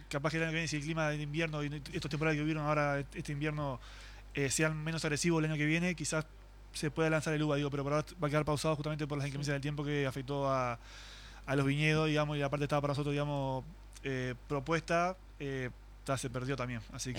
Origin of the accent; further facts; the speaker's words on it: Salto, Uruguay; somos acá de Salto